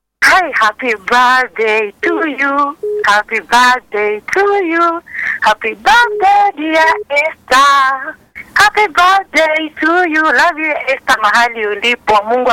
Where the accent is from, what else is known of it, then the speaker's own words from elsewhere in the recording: Karatina, Nyeri County, Kenya; born there; moved away as an adult; now in Embu, Kenya; nimezaliwa Karatina, mimi nikaolewa Embu.